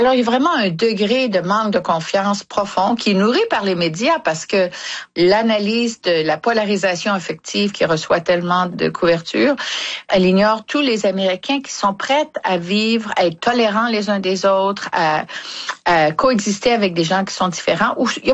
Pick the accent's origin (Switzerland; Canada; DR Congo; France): Canada; Quebec; now in United States; Moi, en tant que Québécoise qui vit aux États-Unis depuis 40 ans, mais qui est aussi américaine parce que j'ai des enfants américains et un mari américain